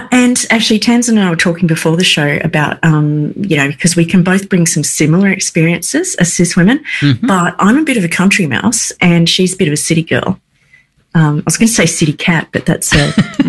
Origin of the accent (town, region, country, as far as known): Tasmania, Australia; born or raised there